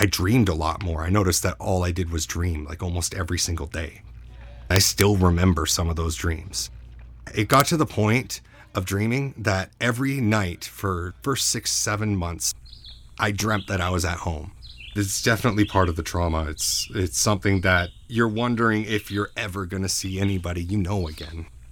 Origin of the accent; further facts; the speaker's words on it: Canada; Being a Canadian traveler